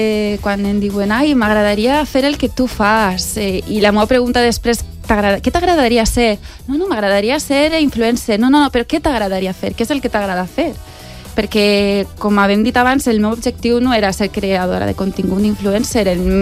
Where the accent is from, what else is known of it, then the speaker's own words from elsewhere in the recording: Alcoi, Valencian Community, Spain; Jo sóc alcoiana, tinc casa a Alcoi, casa dels meus pares.